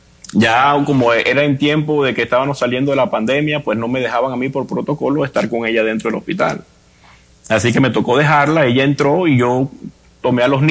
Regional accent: La Guajira, Colombia; De la Guajira colombiana.

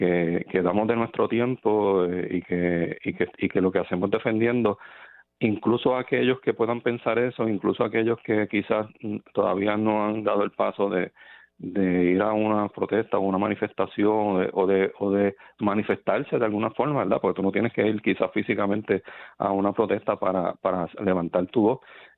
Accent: Salinas, Puerto Rico; Yo soy de Salinas

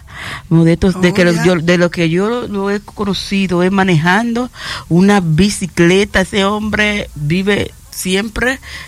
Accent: La Altagracia, Dominican Republic; somos de Saona, que me complace decir que también soy saonero. Soy saonera o saonero.

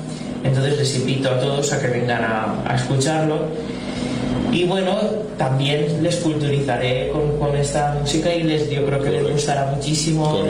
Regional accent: Valencian Community, Spain

